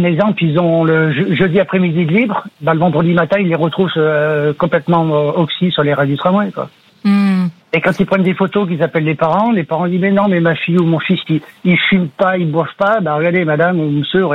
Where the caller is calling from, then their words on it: Villeurbanne, Auvergne-Rhône-Alpes, France; De Villeurbanne, dans le Rhône.